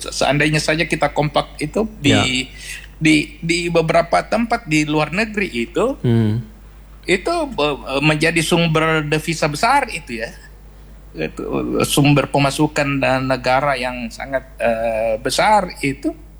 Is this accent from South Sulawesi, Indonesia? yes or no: yes; Galesong, South Sulawesi, Indonesia; di kampung saya di Galesong